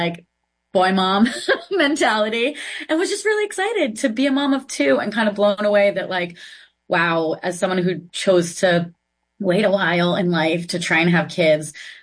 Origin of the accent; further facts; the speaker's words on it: Massachusetts, United States; I grew up in Massachusetts. I worked for a while in New York State.